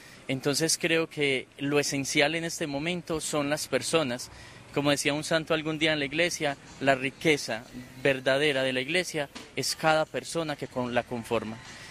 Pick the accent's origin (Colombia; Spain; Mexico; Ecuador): Colombia; Antioquia; No, yo soy de Antioquia.